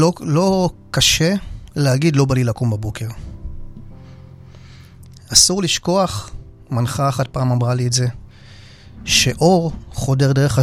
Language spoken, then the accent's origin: Hebrew; Central Israel, Israel; אני גדלתי פה לא רחוק דרך אגב, יותר המרכז.